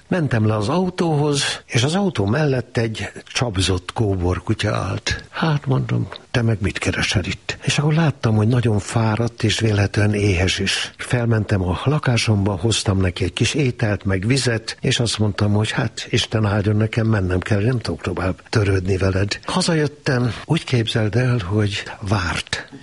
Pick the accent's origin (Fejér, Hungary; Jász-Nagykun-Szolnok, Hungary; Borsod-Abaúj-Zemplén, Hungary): Jász-Nagykun-Szolnok, Hungary; Kunmadaras; born or raised there; moved away as an adult; also born or lived in Debrecen / Karcag / Szeged